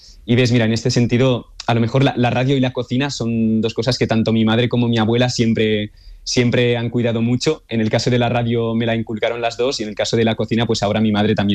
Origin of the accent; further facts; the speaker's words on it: Olot, Catalonia, Spain; Yo soy de Olot, del norte de la provincia de Girona.